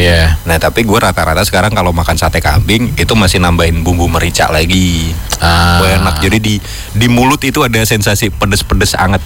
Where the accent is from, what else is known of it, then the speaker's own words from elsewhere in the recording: Indonesia; Kita tuh orang Indo makan kentang pakai McFlurry, jangan pakai kecap.